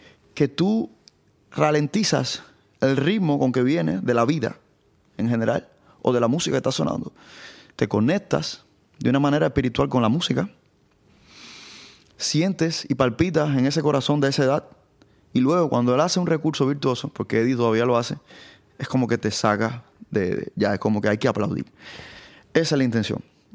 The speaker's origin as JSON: {"language": "Spanish", "region": "Santiago de Cuba", "country": "Cuba", "moved": "yes", "said": "yo vengo de Santiago de Cuba, donde hay mucha tradición, donde yo respiraba, yo pasaba por la Casa de la Trova y oía a … o sea, eso era como parte ya de mi cultura"}